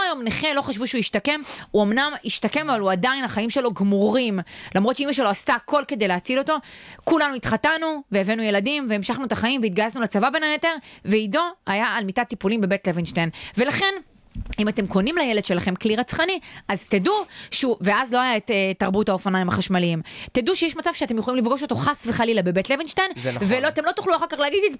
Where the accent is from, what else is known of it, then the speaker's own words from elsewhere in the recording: Kfar Tavor, Northern District, Israel; אני גדלתי במושב